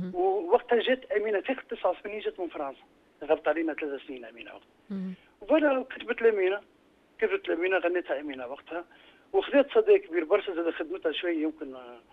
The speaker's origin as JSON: {"language": "Arabic", "country": "Tunisia", "accent": "Tunisian", "said": "ولهجتنا التونسيه"}